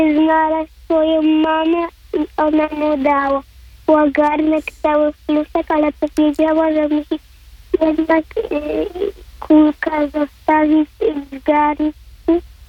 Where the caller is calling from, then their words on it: Wrocław, Lower Silesian Voivodeship, Poland; Jestem z Wrocławia